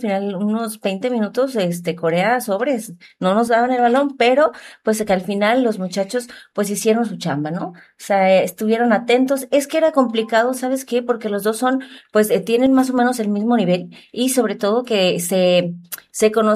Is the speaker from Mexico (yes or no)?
yes; Mexico; cómo somos los mexicanos